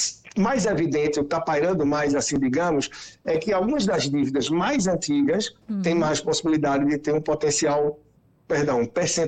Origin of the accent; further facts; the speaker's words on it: Brazil; nós, como brasileiros